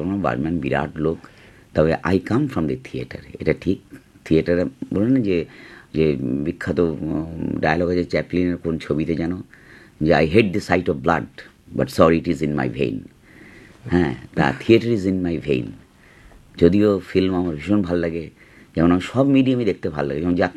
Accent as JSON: {"language": "Bangla", "country": "India", "said": "সে এখন আমি ভারতীয় লোক"}